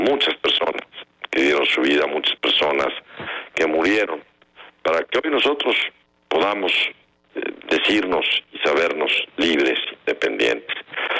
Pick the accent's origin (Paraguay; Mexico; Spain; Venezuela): Mexico